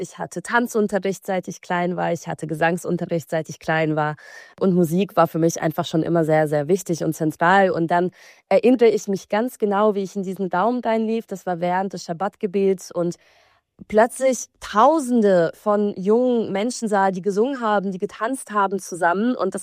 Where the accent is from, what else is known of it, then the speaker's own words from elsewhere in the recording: Belarus; moved away; ich komme aus Belarus. Ich bin lange Zeit mit russischen Medien aufgewachsen